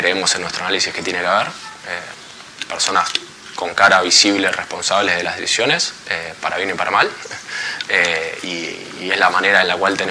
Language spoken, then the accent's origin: Spanish; Argentina; que es siendo argentino y no siendo local y no siendo de raíces acá